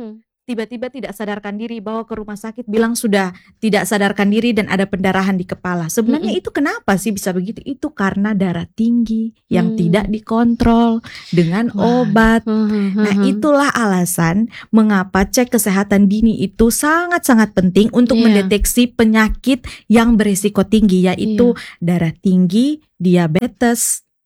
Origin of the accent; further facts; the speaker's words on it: Kupang, East Nusa Tenggara, Indonesia; kita sebagai orang Kupang ya, kita orang NTT lah, orang Kupang. Di sini saya kan juga orang Kupang nih, Kak.